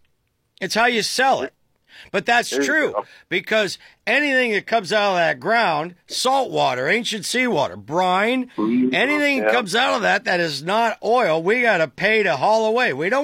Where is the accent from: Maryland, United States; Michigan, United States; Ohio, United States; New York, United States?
Ohio, United States; Dover; Well, my hometown of Dover is the same way.